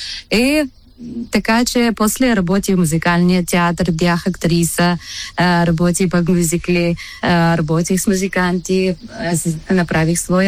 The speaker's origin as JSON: {"language": "Bulgarian", "region": "Bessarabia", "country": "Ukraine", "moved": "as an adult", "lives_now": "Bulgaria", "said": "Защото съм бесарабска българка, от Украина, от село Гован."}